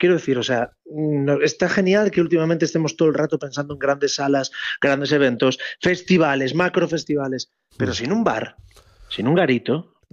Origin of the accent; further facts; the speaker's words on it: Ferrol, Galicia, Spain; me siento aún más en casa, que soy de Ferrol